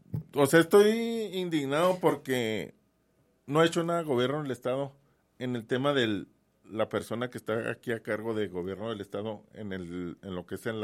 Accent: Jiménez, Chihuahua, Mexico; Mira, yo soy de Jiménez.

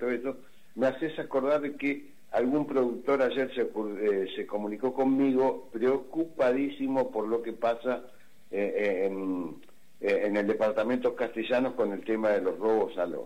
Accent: Rafaela, Santa Fe, Argentina; de los rafaelinos que estuvimos en boca de todos a nivel nacional

